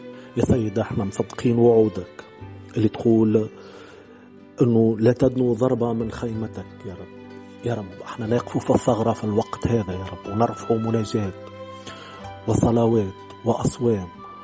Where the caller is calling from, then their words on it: Tunisia